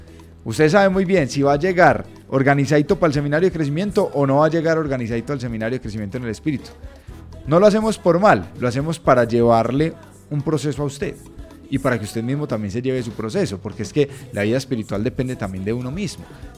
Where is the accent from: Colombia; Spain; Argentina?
Colombia; ¡Qué bonito día para recordar que somos colombianos!